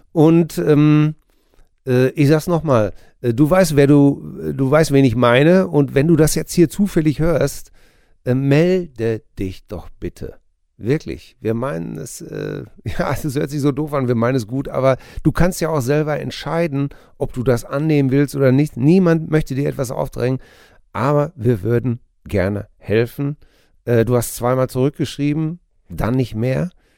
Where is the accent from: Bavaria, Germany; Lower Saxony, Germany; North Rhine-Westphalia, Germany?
North Rhine-Westphalia, Germany; Hamm; born or raised there